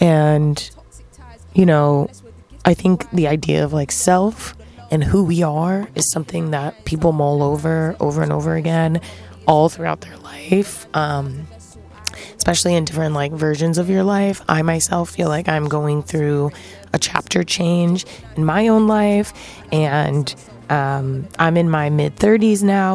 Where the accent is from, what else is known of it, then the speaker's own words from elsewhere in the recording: East Coast, United States; moved away; For those that know me, you know I'm from the East Coast.